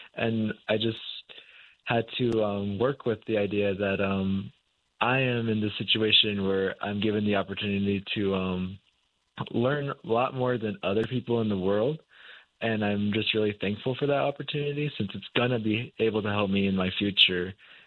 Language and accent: English; Monument Valley, United States; It's actually been a childhood, I guess, idea for me since ever since I grew up in Monument Valley.